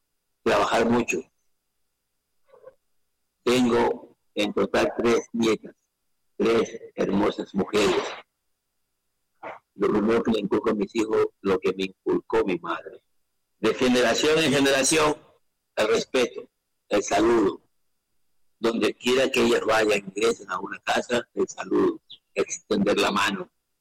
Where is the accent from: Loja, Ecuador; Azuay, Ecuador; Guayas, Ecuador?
Guayas, Ecuador; Guayaquil; born there; now in Durán, Ecuador; yo nací en Guayaquil, vivo en Durán, nací en ese hermoso barrio de las cinco esquinas.